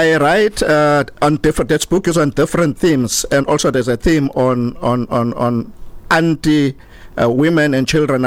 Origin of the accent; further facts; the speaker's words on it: George, Western Cape, South Africa; because I grew up in an environment of Xhosa, Afrikaans, and English. How I grew up in George and Rosemore, a township called Rosemore, where I grew alongside with Afrikaans-speaking people, like colored-speaking people, and I'm Sotho by origin.